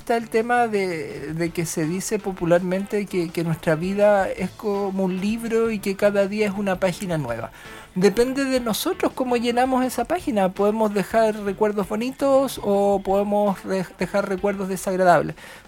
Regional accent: Iquique, Tarapacá, Chile; now in Coquimbo, Chile; Sí, yo pasé mi infancia en Iquique

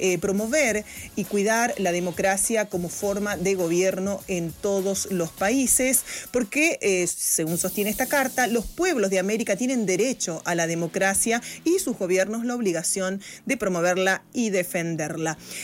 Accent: Chile; un gran político de nuestro país, de Chile.

